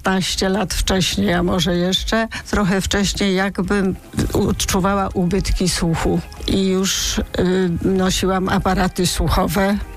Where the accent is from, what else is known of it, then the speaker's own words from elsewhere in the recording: Gdańsk, Pomeranian Voivodeship, Poland; u nas w Gdańsku